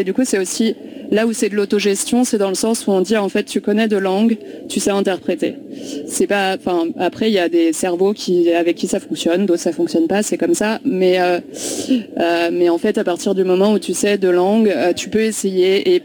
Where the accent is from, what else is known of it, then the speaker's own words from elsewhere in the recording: France; bon, moi je suis française, donc j'ai observé ça un peu de loin